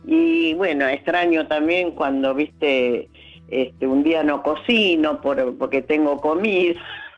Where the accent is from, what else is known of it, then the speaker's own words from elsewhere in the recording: Buenos Aires, Argentina; also born or lived in Puerto Tirol, Chaco, Argentina; Y me trajo a Buenos Aires, y me crié acá en Buenos Aires.